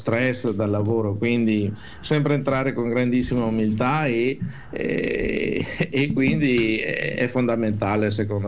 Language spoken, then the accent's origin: Italian; Veneto, Italy; un po' perché siamo veneti, un po' perché sono veneto